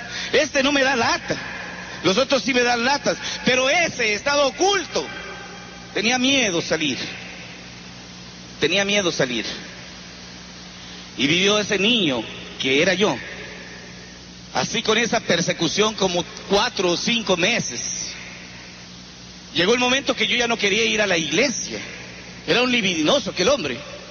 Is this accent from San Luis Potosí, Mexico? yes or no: yes; Tanlajas, San Luis Potosí, Mexico; born there; moved away; also born or lived in Tambaca; Yo soy de su pueblo. Mi pueblo se llama Tanlajas. Es la primera vez que creo que menciono mi pueblo. Siempre Tambaca me ha robado mi lugar de origen. Tanlajas es donde yo nací.